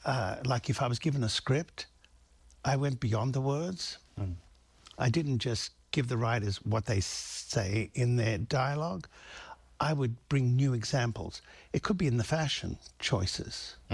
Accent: Australia; now in United States; all those things that I didn't see while I was growing up in Australia. And so I made it my desire that one day I would find my way to America.

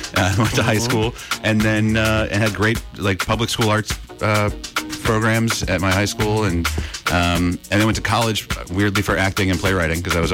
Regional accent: West Hartford, Connecticut, United States; growing up in West Hartford, Connecticut

